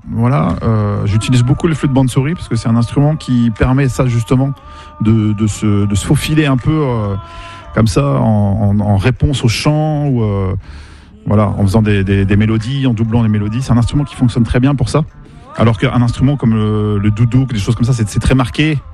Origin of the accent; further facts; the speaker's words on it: Brittany, France; en tant que Breton